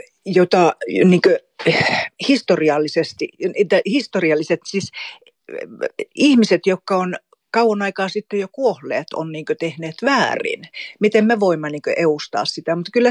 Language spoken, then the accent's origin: Finnish; Kolari, Lapland, Finland; now in Kaunisvaara, Sweden; Mä olen Torniolaaksosta. Mulla on juuria Suomen ja Ruotsin puolella. Itse mä olen kasunut sitten niin Suomen puolella Torniolaaksossa Kolarissa. Ja tällä hetkellä mä asun Kaunisvaarassa.